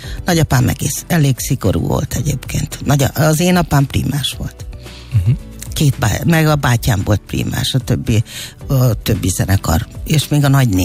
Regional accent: Békés, Hungary; moved away; Békés megyei vagyok

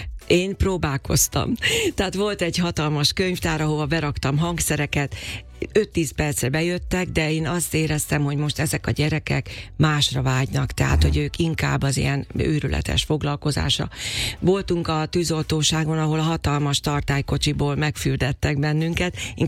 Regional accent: Makó, Csongrád-Csanád, Hungary; moved away; szülővárosomban, Makón

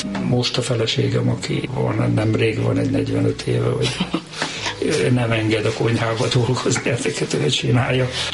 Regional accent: Budapest, Hungary; born or raised there

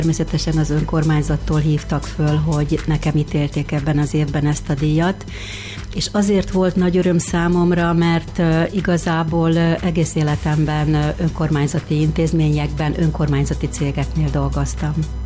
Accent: Szekszárd, Tolna, Hungary; also born or lived in Majos; Első pár évemtől eltekintve tulajdonképpen én szekszárdi vagyok. Nem itt születtem, mert édesapám ugye Majoson kezdett tanítani, tehát én abban az években születtem, amikor ők ott tanítottak. De az én életem Szekszárdhoz kötődik, tehát itt jártam iskolába, általános iskola, gimnázium

